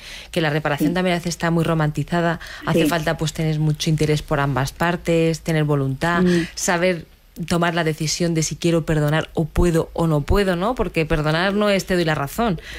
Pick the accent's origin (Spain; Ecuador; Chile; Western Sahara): Spain; Águilas, Region of Murcia; born there; Yo soy nacida en Águilas